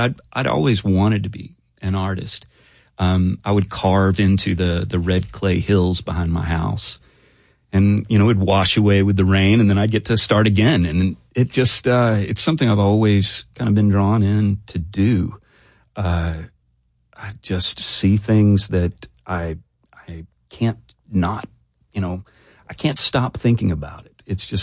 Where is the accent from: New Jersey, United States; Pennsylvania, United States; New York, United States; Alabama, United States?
Alabama, United States; Prattville; You know, it was very green. A lot of kudzu, a lot of red clay hills that are kind of lovely to spend some time with.